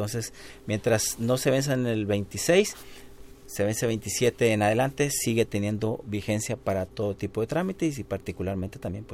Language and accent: Spanish; Mexico